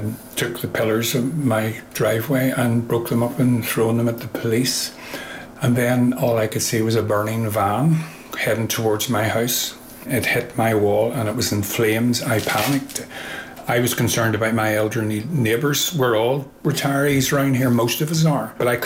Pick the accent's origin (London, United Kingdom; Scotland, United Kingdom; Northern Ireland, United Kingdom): Northern Ireland, United Kingdom; moved away as an adult; I was brought up in the Troubles in the 1970s. I moved out here when I was older